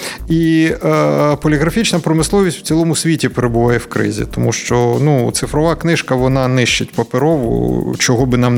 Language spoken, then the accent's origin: Ukrainian; Odesa, Odesa Oblast, Ukraine; Я от з Одеси знаю, що вивозили. Це були наші українці, наші одесити.